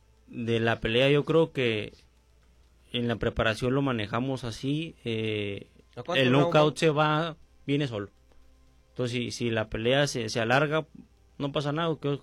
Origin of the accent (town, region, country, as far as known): Ascensión, Chihuahua, Mexico; born there; also born or lived in Casas Grandes, Chihuahua